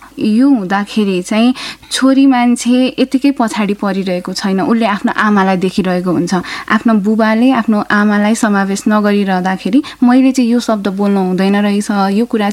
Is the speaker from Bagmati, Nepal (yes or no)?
yes; Kirtipur, Bagmati, Nepal; born there; मेरो जन्मस्थान किर्तिपुर काठमाडौँ।